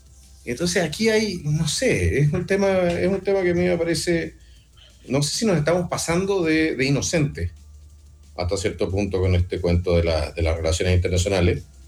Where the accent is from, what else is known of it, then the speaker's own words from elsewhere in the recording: Chile; nosotros, como chilenos